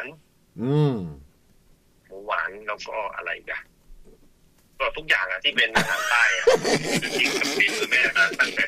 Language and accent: Thai; Nakhon Si Thammarat, Thailand; นครศรีธรรมราช